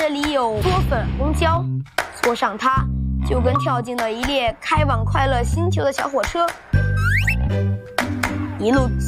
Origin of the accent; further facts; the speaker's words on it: Liuzhou, Guangxi, China; 我的家乡柳州现在可火了。